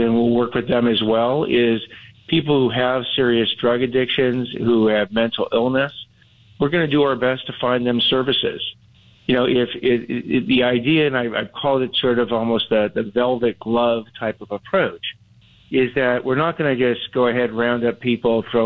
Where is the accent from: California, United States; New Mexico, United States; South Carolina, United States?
California, United States; Los Angeles; I grew up in Los Angeles.